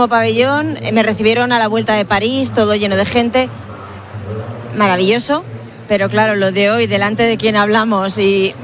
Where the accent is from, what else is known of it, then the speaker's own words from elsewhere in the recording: Aragon, Spain; Como buena aragonesa que soy, pues le traigo algún detallito